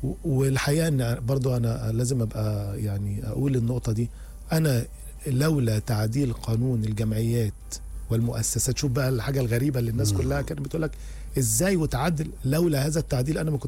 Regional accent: Egypt; فهو عارف ان انا مصري

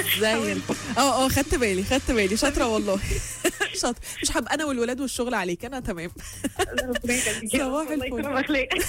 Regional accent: Egypt; يعني بحس ان احنا كمصريين عامه مميزين قوي في الحته دي، ان احنا نتحدى الظروف.

